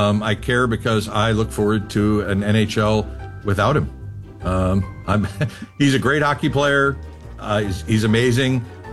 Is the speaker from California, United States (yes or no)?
no; Philadelphia, Pennsylvania, United States; moved away; I was born and raised in Philly